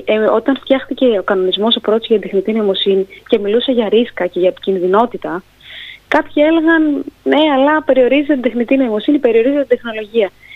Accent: Veria, Central Macedonia, Greece; εγώ είμαι από τη Βέρεια

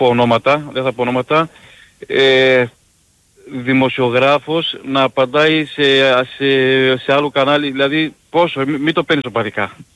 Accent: Athens, Attica, Greece; now in Cyprus; εγώ έχω μεγαλώσει στην Αθήνα, παιδί μου.

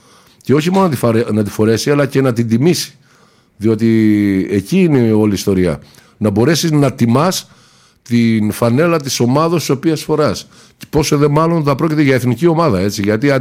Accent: Greece; Οπότε θεωρώ ότι εμείς οι νεοέλληνες, το πρώτο πράγμα που πρέπει να αλλάξουμε

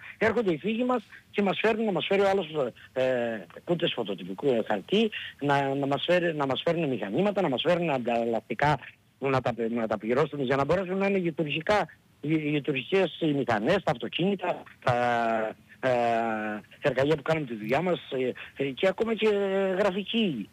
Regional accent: Crete, Greece; moved away; Εδώ είμαι κριτικός και εκεί Ροδίτης.

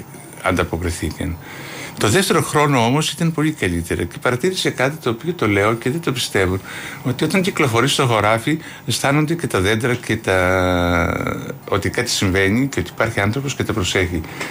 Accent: Thessaly, Greece; born there

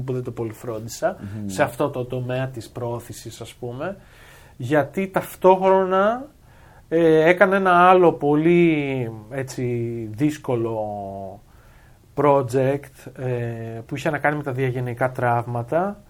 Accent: Drama, Eastern Macedonia and Thrace, Greece; το τι έγινε στην πόλη μου συγκεκριμένα

